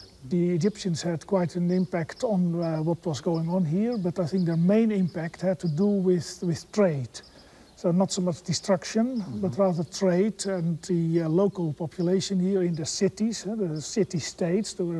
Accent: Netherlands; From Holland, Leiden University.

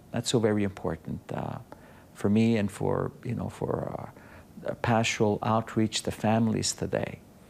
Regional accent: Montreal, Quebec, Canada; I am from Montreal, born and raised, son of Italian immigrants.

